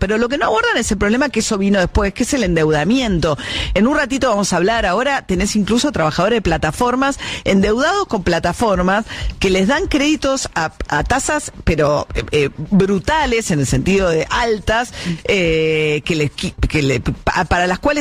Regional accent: Argentina; Somos todos hinchas, somos todos argentinos

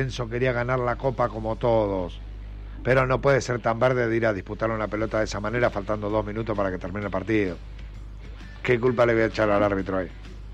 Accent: Argentina; y como somos los argentinos.

